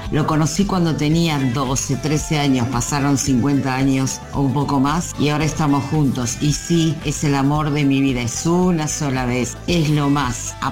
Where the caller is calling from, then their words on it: San Martín, Argentina; de San Martín